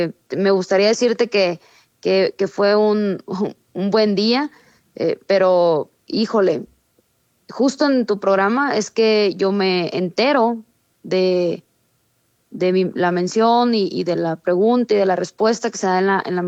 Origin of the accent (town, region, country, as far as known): Sinaloa, Mexico